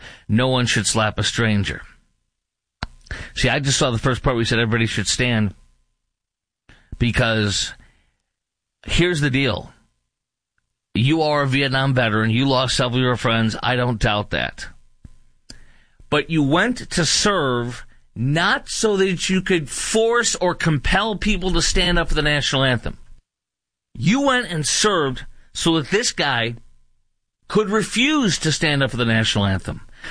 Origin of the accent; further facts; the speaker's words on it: Chicago, Illinois, United States; It's been so long since I've been to Wrigley Field, my hometown of Chicago, born and raised.